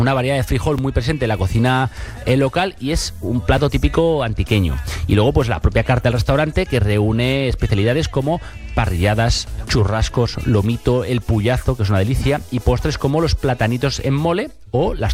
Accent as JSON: {"language": "Spanish", "country": "Guatemala", "said": "Soy de Guatemala."}